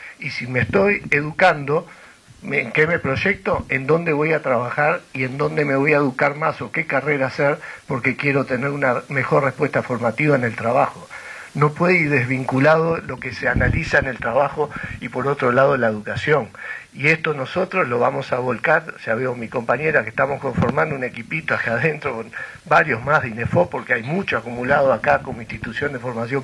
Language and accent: Spanish; Uruguay